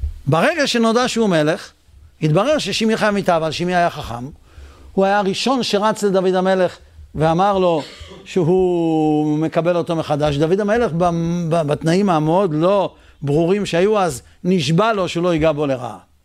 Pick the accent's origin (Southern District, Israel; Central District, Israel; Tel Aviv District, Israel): Central District, Israel; Netanya; כשגדלנו ילדים בנתניה